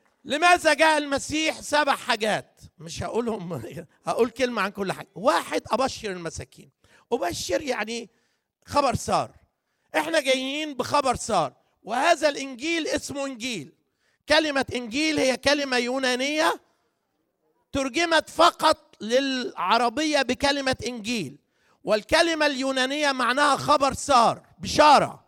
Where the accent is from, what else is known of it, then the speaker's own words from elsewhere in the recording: Egypt; أنا جاي من مصر على فكرة، مسافر.